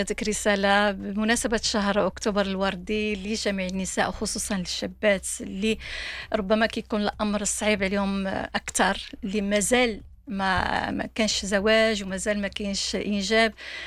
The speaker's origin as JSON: {"language": "Arabic", "country": "Morocco"}